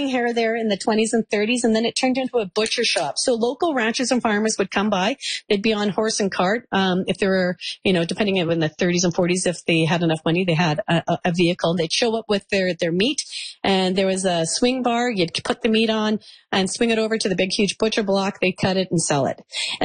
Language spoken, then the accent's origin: English; Calgary, Alberta, Canada; Well, actually, I never lived anywhere rural. I was born and raised in Calgary and lived in a couple of other places.